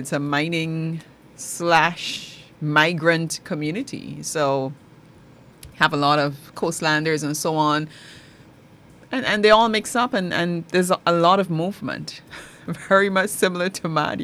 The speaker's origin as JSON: {"language": "English", "town": "Matthews Ridge", "region": "Barima-Waini", "country": "Guyana", "said": "And I'm not from Port Kaituma. I'm actually from Matthews Ridge, Region 1 still, but from Matthews Ridge."}